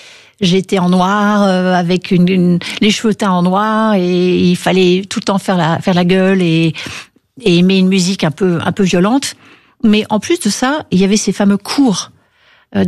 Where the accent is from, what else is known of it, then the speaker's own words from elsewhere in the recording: France; also born or lived in Boston, United States; Je ne voulais pas quitter Boston, même si ce n'est pas mon pays. Je suis franco-britannique, mais j'ai adoré ces années à Boston.